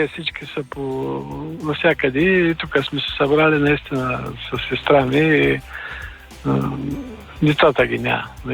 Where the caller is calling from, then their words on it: Gabrovo, Gabrovo Province, Bulgaria; От Габрово съм